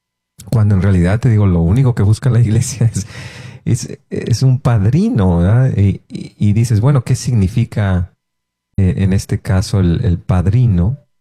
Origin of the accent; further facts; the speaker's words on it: Mexico; Porque sobre todo hablo de la cultura mexicana, ¿verdad? No solo porque somos mexicanos